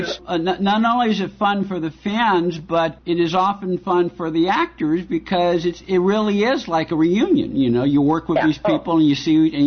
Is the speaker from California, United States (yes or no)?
yes; San Francisco, California, United States; moved away as an adult; also born or lived in Vallejo / Solano County; now in South Pasadena, United States; I grew up in San Francisco proper, but before I moved down here, I lived in Solano County